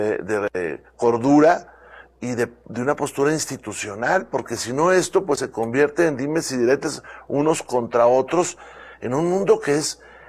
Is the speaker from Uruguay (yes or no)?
no; Saltillo, Coahuila, Mexico; No, fíjate que Saltillo tiene muy buen clima, pero yo vivía en la calle de Abasolo, que en aquel entonces era, digamos, la última calle de la ciudad con pavimento, cuando yo era niño